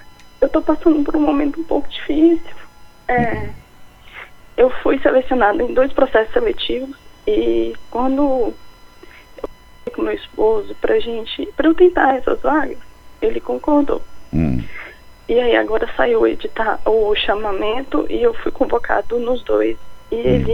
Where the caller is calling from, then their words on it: Ji-Paraná, Rondônia, Brazil; Eu falo de Ji-Paraná.